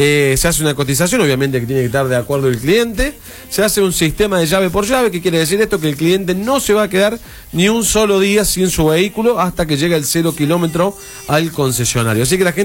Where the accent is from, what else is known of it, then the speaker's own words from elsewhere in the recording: Laboulaye, Córdoba, Argentina; yo soy oriundo de La Bulaye justamente